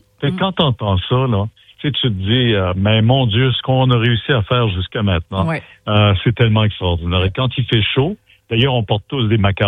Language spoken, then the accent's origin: French; Quebec, Canada; chez nous, au Québec